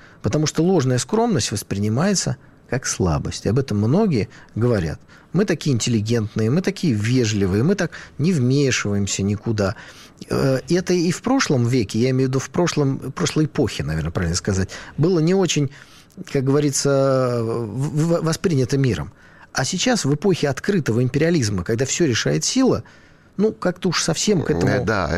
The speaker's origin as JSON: {"language": "Russian", "country": "Armenia", "said": "Армения, это ну, мы, армяне, да, находятся в очень сложном и плохом географическом положении"}